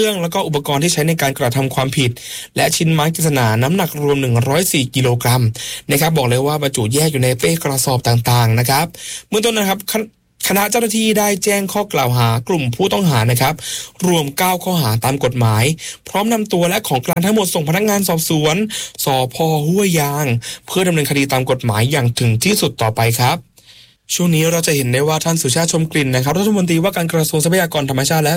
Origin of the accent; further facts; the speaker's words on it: Phuket, Thailand; ผมก็เป็นจังหวัดภูเก็ตของเรานี่แหละครับ